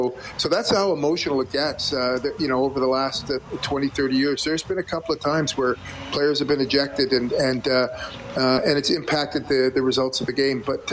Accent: Edmonton, Alberta, Canada; growing up in Edmonton, always having a rivalry with Calgary.

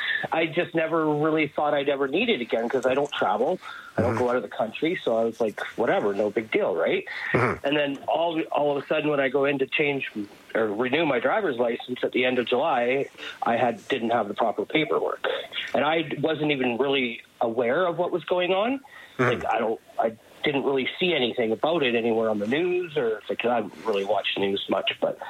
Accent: Canada; also born or lived in Germany; but I was born in Germany in a British military hospital. which is the same as being born in Canada, as far as I'm concerned. And my parents were both Canadian. So we moved back to Canada when I was a year old

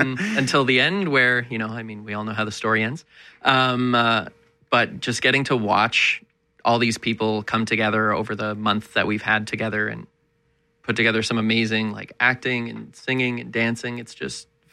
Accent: Calgary, Alberta, Canada; moved away as an adult; also born or lived in Toronto; I went to theater school in Toronto and started my career there. I'm from Calgary originally, and I'm back living there now.

